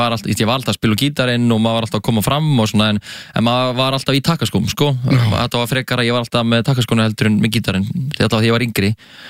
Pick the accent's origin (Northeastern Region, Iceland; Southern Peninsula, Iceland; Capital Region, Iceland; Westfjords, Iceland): Northeastern Region, Iceland; Húsavík; Já, ég var alltaf ólst upp á Húsavík og var í Völsungi